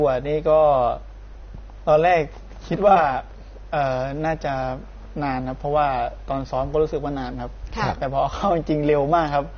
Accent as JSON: {"language": "Thai", "country": "Thailand", "tie": "born or raised there", "lives_now": "Pathum Thani, Thailand", "said": "ปกติบ้านเกิดอยู่ฉะเชิงเทราครับแต่ว่าทีนี้พอผมเข้ามาอยู่วัดได้ประมาณปีหนึ่งสองปีก็ย้ายมาอยู่ปทุมครับย้ายมาอยู่ใกล้วัดเลยครับ"}